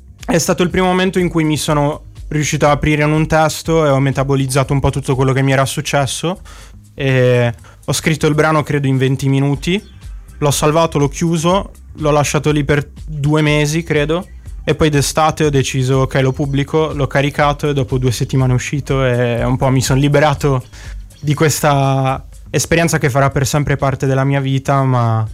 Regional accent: Sardinia, Italy; Io dico sempre che sono sardo e poi dico in Italia

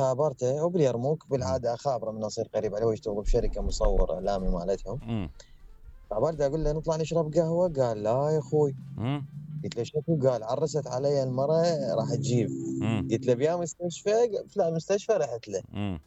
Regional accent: Iraq

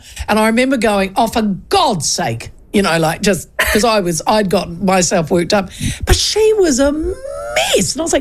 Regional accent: Hastings, Hawke's Bay, New Zealand; I interviewed this gentleman from Black Betty Barbecue Smoky Blue from my hometown of Hastings.

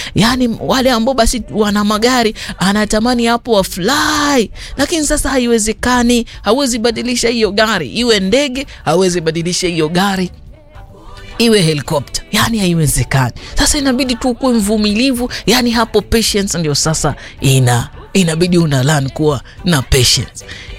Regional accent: Tana River County, Kenya; moved away; Si kama kule kwetu Tana River

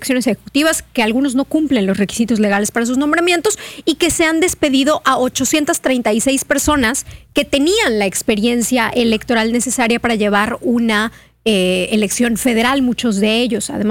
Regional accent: Mexico

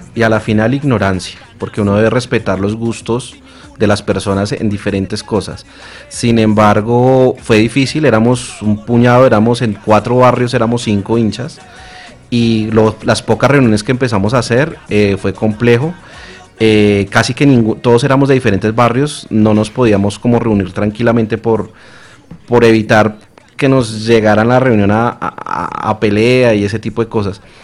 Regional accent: Bogotá, Colombia; Yo me crié y crecí en el barrio San Vicente Ferrer, Tunjuelito.

